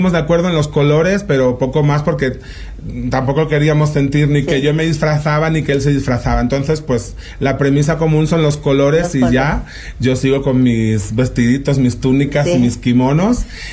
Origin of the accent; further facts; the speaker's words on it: Spain; now in Mexico; muchísimo más que en mi país, muchísimo más que en cualquier otro. Y sí me siento ya muy de aquí. Hay muchas palabras que ya, pues, de forma natural me salen como de aquí, que en España no tienen sentido